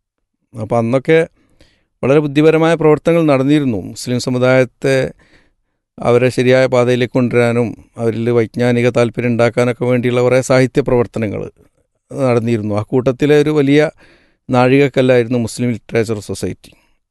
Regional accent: Kerala, India; born there; അദ്ദേഹം ഞങ്ങളുടെ നാട്ടിലാണ് സിയാങ്കണ്ടത്ത് വന്ന

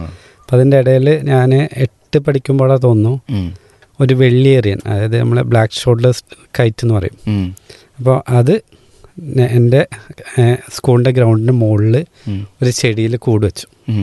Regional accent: Perinthalmanna, Kerala, India; ഞാൻ പെരിന്തമണ്ണ തന്നെയാണ് സ്വദേശം. ഇവിടെ പീസ് റേഡിൻ്റെ അടുത്ത് തന്നെ

